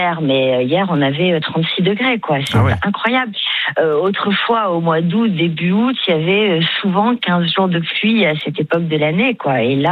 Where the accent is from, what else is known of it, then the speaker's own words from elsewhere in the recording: Sestas, Nouvelle-Aquitaine, France; born there; now in Normandy, France; cette belle forêt que je connais bien, puisque moi j'y suis née, le feu s'est arrêté à Sestas, c'est mon village natal.